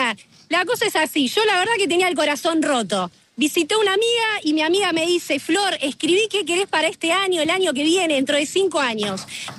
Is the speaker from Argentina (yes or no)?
yes; Laboulaye, Córdoba, Argentina; born there; moved away; also born or lived in Río Negro / Carmen de Patagones; yo nací en La Boulaye